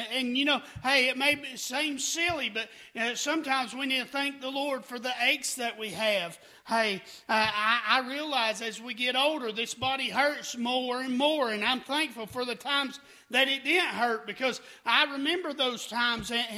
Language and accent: English; the South, United States; I was born in the South, here in the Bible Belt, where there's a church just about on every corner